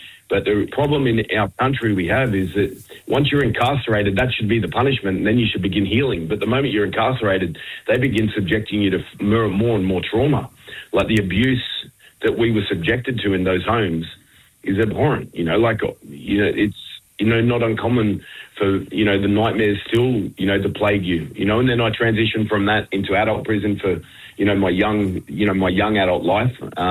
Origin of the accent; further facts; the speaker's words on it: Sydney, New South Wales, Australia; And I grew up down in Sydney, but I was, nurtured by, predominantly around Redfern, Waterloo and that area growing up.